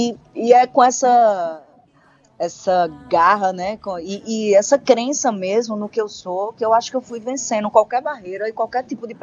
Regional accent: Paraíba, Brazil; also born or lived in João Pessoa, Paraíba; eu sou essa criança que cresci no Alto Sertão, né? Embora tenha nascido em João Pessoa, eu e minhas irmãs, a minha família inteira é do Alto Sertão.

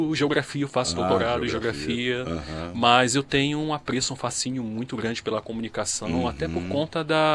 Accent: São Gonçalo, Rio de Janeiro, Brazil; now in Rio de Janeiro, Brazil; eu sou natural de São Gonçalo, aqui da região metropolitana.

